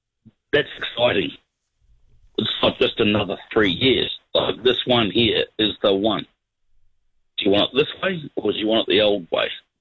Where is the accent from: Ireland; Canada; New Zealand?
New Zealand; now in Australia; I'm also a citizen, but New Zealand's where the heart is. So that'll be my end of my life coming home to just chill.